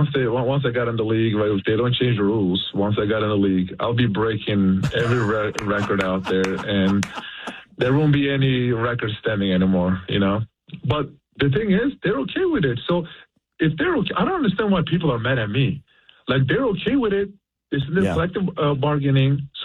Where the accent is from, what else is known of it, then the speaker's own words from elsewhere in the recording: Turkey; You know, when I grew up in Turkey, I didn't have any of those. I didn't have freedom of speech, freedom of religion, freedom of expression.